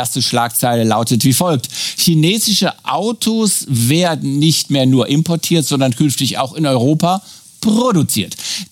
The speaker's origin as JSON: {"language": "German", "country": "France", "said": "Da würde ich eigentlich als Franzose sagen, was kann da schon schiefgehen? Mon Dieu."}